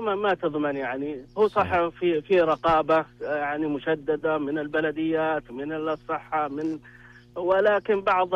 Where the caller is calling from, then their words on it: Saudi Arabia; إحنا كسعوديين وكعرب